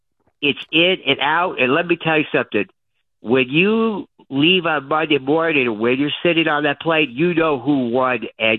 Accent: Alabama, United States; I was raised in Alabama.

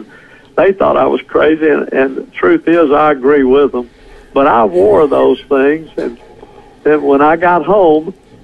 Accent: Mississippi, United States; I said, "Mississippi."

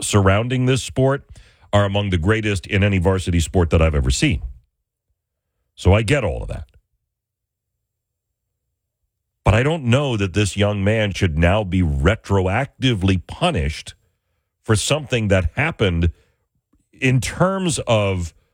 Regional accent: New York, United States; I grew up outside of Buffalo in a very rural town in western New York

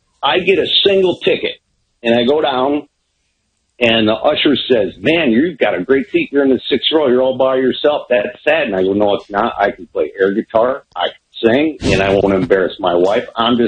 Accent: Detroit, Michigan, United States; now in Connecticut, United States; Daddy worked in the auto industry, so I grew up in Detroit, and I was 13 years old

